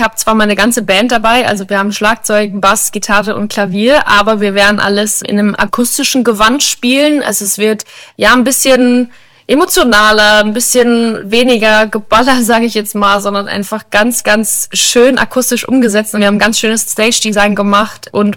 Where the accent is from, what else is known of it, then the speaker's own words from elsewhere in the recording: Bavaria, Germany; definitiv Bayern, mein Heimatort, wo ich aufgewachsen bin, das Haus meiner Eltern